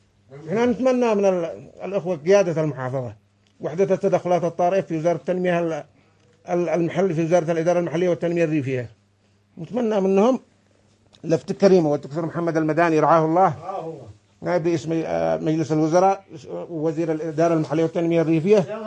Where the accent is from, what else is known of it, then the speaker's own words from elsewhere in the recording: Bani Matar, Sana'a Governorate, Yemen; في ساحتنا في بلادنا في الحدب بني مطر، وبالتحديد في هذه القرية في قرية القرعة.